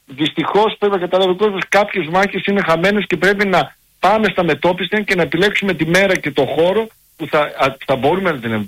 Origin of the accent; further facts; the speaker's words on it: Lesbos, North Aegean, Greece; Κατάγομαι από τη Λέσβο